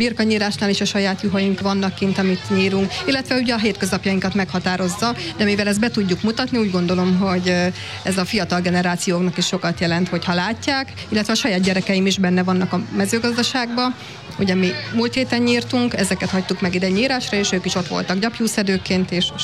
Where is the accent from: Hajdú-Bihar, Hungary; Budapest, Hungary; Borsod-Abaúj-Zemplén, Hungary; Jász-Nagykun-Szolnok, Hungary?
Jász-Nagykun-Szolnok, Hungary; Túrkeve; én tanyán is születtem, ott is nőttem föl, sőt most is tanyán lakom